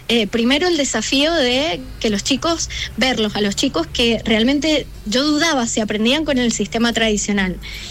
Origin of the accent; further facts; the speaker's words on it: Mendoza, Argentina; Soy la única mendocina